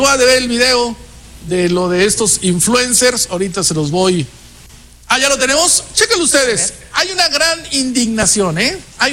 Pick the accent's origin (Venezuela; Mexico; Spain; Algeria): Mexico; es parte de nuestra enseñanza como mexicanos.